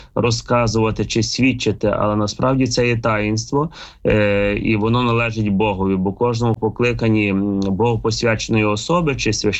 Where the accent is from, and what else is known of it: Lviv, Lviv Oblast, Ukraine; born or raised there